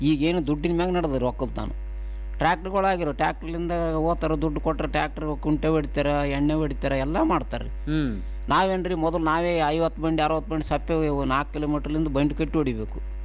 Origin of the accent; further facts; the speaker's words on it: Arashinagi, Karnataka, India; ನಾನು ಅರಶಿಣಿಯಲ್ಲಿ ಬಿಟ್ಟು ಇನ್ನೊಂದೂರ ಮಕ್ಕಂಡಿಲ್ರಿ.